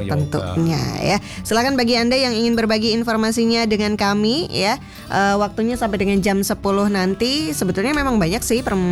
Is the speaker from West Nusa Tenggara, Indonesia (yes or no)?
no; Bogor, West Java, Indonesia; kita sebagai warga Bogor